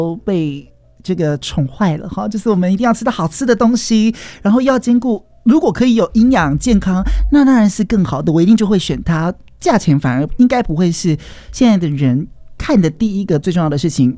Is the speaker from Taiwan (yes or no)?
yes; Taiwan; 因为我们也土生土长生在台湾